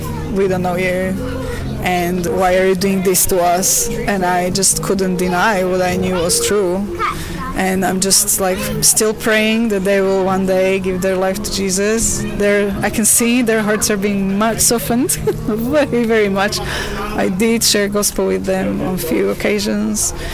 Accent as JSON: {"language": "English", "country": "Slovakia", "tie": "born or raised there", "moved": "yes", "said": "My grandfather was a leader of Communist Party in the region because I'm from Slovakia, and when I was little, until about 8 or 9, there was still communism in Slovakia, Czechoslovakia then. So we were not believers."}